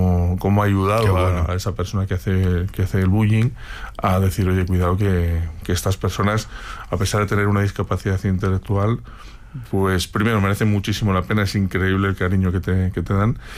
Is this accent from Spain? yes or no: yes; Madrid, Community of Madrid, Spain; yo me he criado, aunque soy de aquí de Madrid, he tenido la suerte de veranear en pueblos de la España vaciada